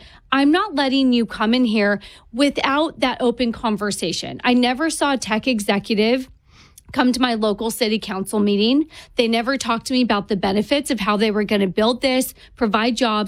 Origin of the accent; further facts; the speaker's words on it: California, United States; And I'm from California. They use less water than my almond farm.